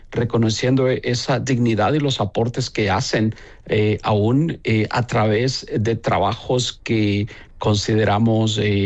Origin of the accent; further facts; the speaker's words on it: El Salvador; also born or lived in Los Angeles; now in West Virginia, United States; crecí en El Salvador durante la guerra civil